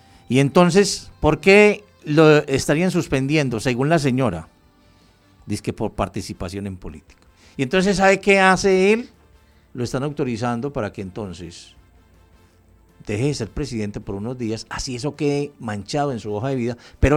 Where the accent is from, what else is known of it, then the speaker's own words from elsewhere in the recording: Colombia; porque yo también soy colombiano.